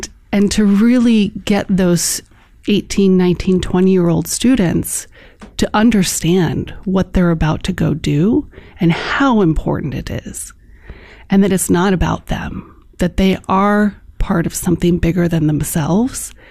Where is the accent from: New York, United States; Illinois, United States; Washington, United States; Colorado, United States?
Illinois, United States; Chicago; born or raised there